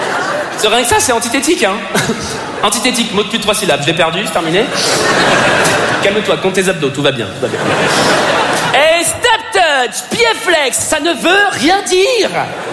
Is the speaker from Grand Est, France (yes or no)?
no; Paris, Île-de-France, France; Parce que je suis parisien et superficiel.